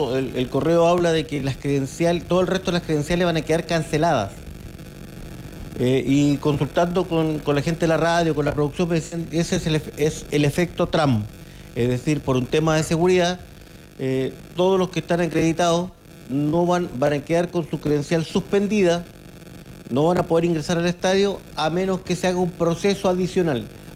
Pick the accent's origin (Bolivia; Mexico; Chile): Chile; uno como chileno